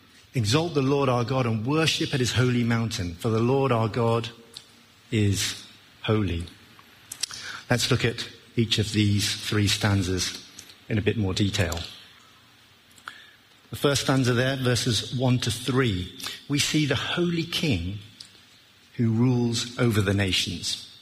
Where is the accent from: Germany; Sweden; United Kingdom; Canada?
United Kingdom; England; To my horror, as a British tourist, I discover that not everyone follows our hallowed tradition of forming an orderly queue.